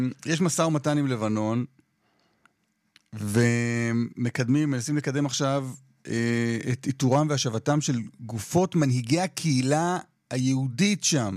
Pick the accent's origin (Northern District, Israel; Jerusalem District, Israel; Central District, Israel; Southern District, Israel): Jerusalem District, Israel; Jerusalem; כשהייתי ילד ונער בירושלים